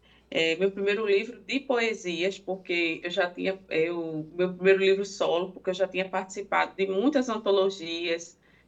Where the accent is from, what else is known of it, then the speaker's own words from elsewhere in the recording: També, Pernambuco, Brazil; born there; now in Timbaúba, Brazil; eu sou escritora e sou artista plástica aqui da Zona da Mata. Eu nasci em També e moro aqui em Timbaúba.